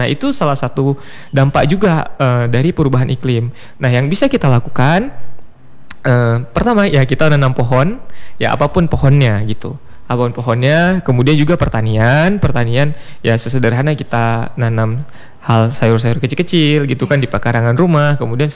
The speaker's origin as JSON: {"language": "Indonesian", "region": "Aceh", "country": "Indonesia"}